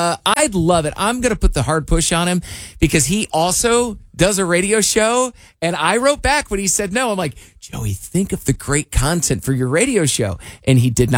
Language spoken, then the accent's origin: English; DeWitt, Iowa, United States; moved away; In my hometown of DeWitt, Iowa, 5,000 people is the population.